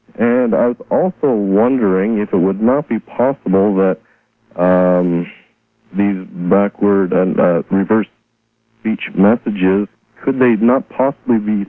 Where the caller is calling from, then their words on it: Winnipeg, Manitoba, Canada; I'm calling from Winnipeg, Canada also.